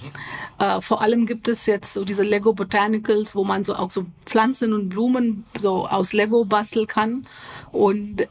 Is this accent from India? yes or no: yes; Mumbai, Maharashtra, India; German is a second language; Ich bin in Indien, in Mumbai aufgewachsen, Ende 80er, Anfang 90er. Da gab es das Konzept von Hobby nicht.